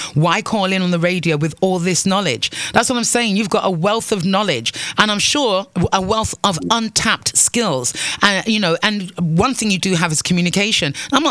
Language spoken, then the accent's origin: English; Antigua & Barbuda; accent: British; You are a born Antiquan. Antiguan and Barbuda before anybody tells me that with my my fake or my British accent, I must sing my hook and go back to wherever it is I've come from.